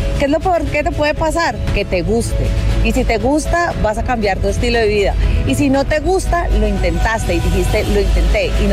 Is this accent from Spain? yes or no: no; Santander, Colombia; now in Bogotá, Colombia; Soy santandereana y vivo sola con mi hijo en Bogotá.